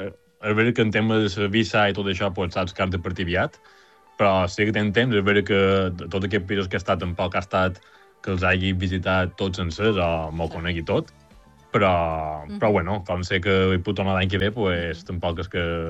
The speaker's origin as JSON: {"language": "Catalan", "town": "Porreres", "region": "Balearic Islands", "country": "Spain"}